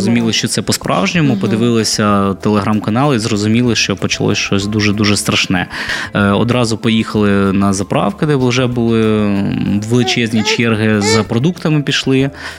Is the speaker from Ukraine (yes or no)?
yes; Kherson, Kherson Oblast, Ukraine; moved away as an adult; now in Odesa, Ukraine; ми з самого міста Херсон.